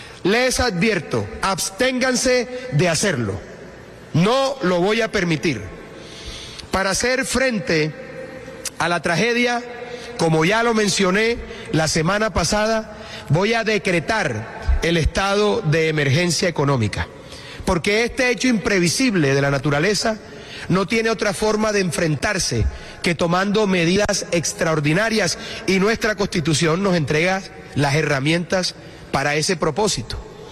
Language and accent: Spanish; Colombia; Los colombianos estamos acostumbrados a crecernos en la adversidad.